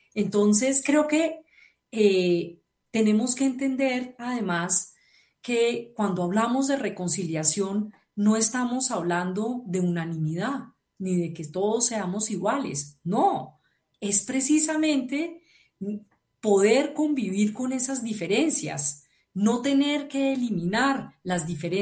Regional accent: Colombia

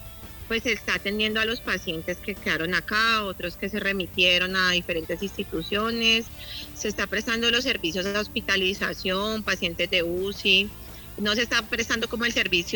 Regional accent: Cali, Valle del Cauca, Colombia; úper caleña, nací en Cali

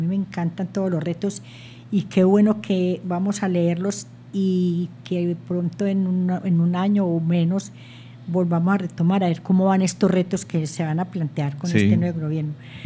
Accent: Colombia; nosotros como colombianos

